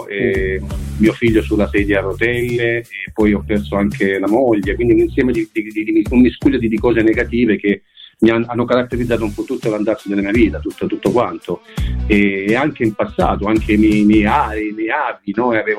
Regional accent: Gallipoli, Apulia, Italy; Gallipoli in provincia di Lecce, sì. Diciamo che io abitavo in questa casa cantoniera nella periferia di Gallipoli.

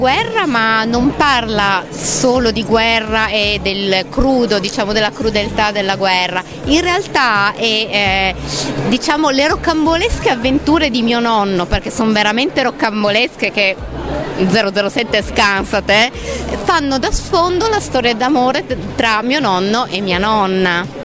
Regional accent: Piedmont, Italy; born there; I miei genitori sì, io sono già nata in Piemonte.

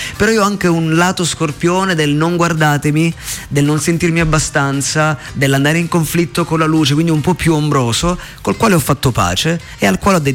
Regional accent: Calabria, Italy; now in Milan, Italy; Però ovviamente il mio cuore inevitabilmente ha delle radici molto molto forti con la mia terra natia, che è la Calabria.

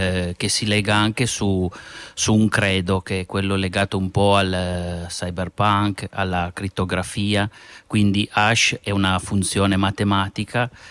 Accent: Piedmont, Italy; Ma allora, noi arriviamo dal saluzzese, siamo di Envie, di Barge

